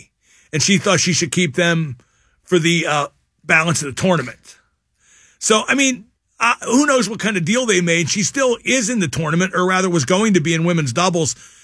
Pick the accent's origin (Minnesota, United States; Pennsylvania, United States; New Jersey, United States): Pennsylvania, United States; Pittsburgh; accent: Pittsburgh; my Pittsburgh accent.